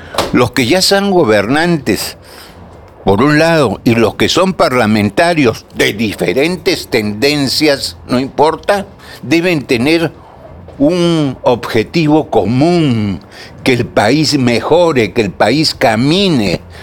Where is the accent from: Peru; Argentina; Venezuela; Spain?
Peru